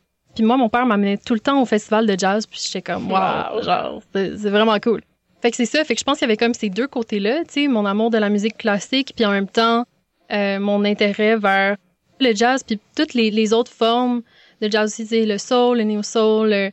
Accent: Montreal, Quebec, Canada; accent: Québécois; also born or lived in Denmark; Moi, je suis une artiste de Montréal. Je suis née au Danemark, mais j'ai grandi vraiment à Montréal. C'est pour ça que j'ai le gros accent québécois.

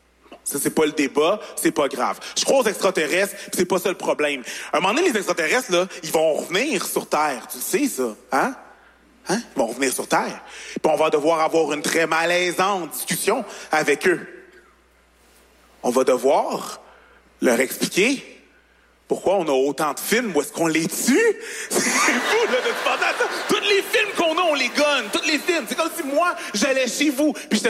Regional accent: Longueuil, Quebec, Canada; accent: Longueuil; « Longueuil. Je viens de Longueuil. » C'est un accent de Longueuil, là. Mon pays d'origine.

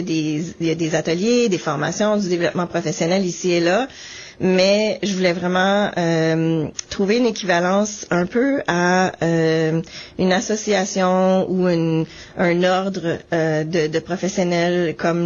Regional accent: our province, Manitoba, Canada; first language French; notre province était en train de faire des consultations au niveau de devenir une province véritablement bilingue

